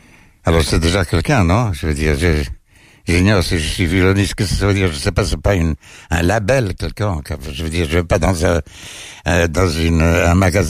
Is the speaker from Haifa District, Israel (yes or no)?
yes; Haifa, Haifa District, Israel; moved away; Depuis Haïfa, oui. Enfin, Haïfa, c'est ma ville natale